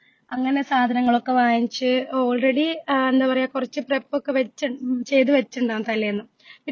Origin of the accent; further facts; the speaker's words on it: Kavaratti, Lakshadweep, India; moved away as an adult; ഞാൻ കവരത്തി സ്വദേശിയാണ്. ഈദിനെ കുറിച്ച് പറയാനാണെങ്കിൽ ഞാനിപ്പോ അബ്രോഡ് ഷിഫ്റ്റ് ചെയ്തിട്ട് ഓൾമോസ്റ്റ് 4 വർഷമാവാനായി.